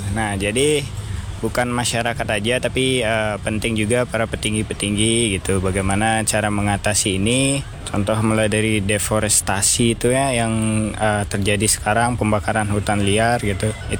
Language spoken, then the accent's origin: Indonesian; Lembar, West Nusa Tenggara, Indonesia; Perkenalkan, nama saya … Saya dari Lembar.